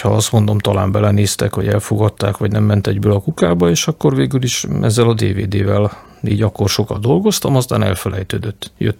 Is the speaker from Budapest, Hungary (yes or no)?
yes; Budapest, Hungary; born there; Én ugye Pesten születtem